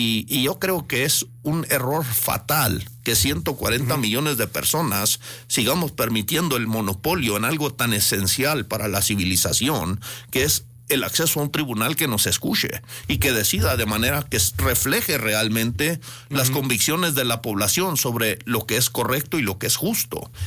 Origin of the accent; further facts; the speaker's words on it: Chihuahua, Mexico; born there; yo nací en Chihuahua y pues realmente me considero mexicano.